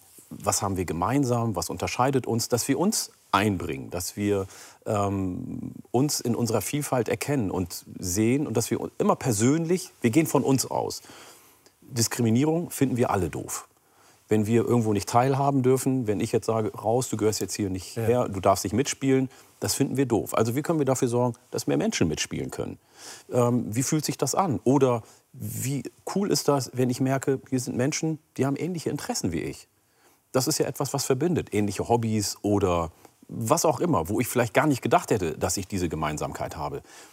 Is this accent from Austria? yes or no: no; Oromia, Ethiopia; Ich meine, meine Heimat Oromia in Äthiopien, da essen wir auch Grünkohl.